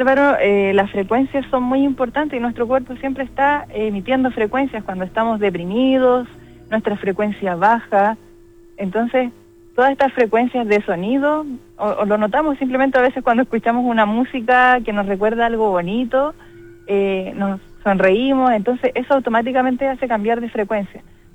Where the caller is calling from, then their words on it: Puerto Aysén, Aysén, Chile; soy química farmacéutica del Hospital de Puerto Aysén.